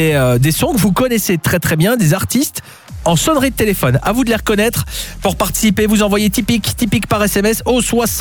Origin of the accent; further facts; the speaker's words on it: Belgium; moi je suis pas né, je suis né en Belgique, mais j'ai pas des souches belges.